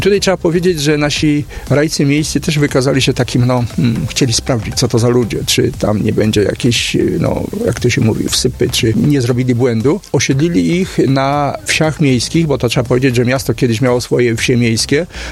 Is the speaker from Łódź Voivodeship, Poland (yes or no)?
no; Poznań, Greater Poland Voivodeship, Poland